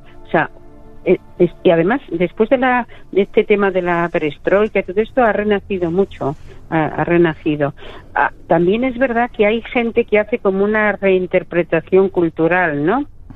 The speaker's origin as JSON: {"language": "Spanish", "town": "Toledo", "region": "Castilla-La Mancha", "country": "Spain", "said": "cuando le digo que soy de Toledo"}